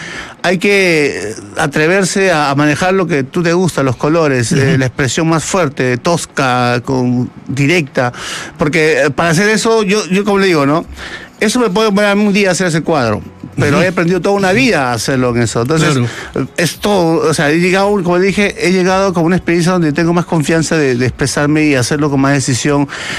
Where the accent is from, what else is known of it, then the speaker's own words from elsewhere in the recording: Vitarte, Lima, Peru; born there; yo tengo raíces ayacuchanas. Nací en Vitarte, en un lugar pues donde la lucha es las 8 horas